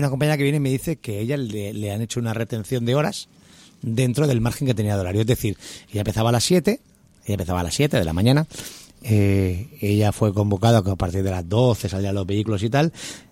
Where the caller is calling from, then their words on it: Sant Adrià de Besòs, Catalonia, Spain; Yo vivo en San Adrián del Besós